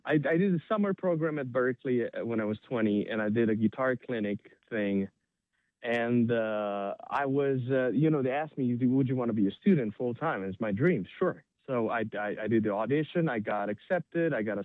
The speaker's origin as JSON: {"language": "English", "country": "Romania", "tie": "born or raised there", "moved": "as an adult", "lives_now": "United States", "said": "I was 20 years old, so I was born and raised in Romania in a very musical family."}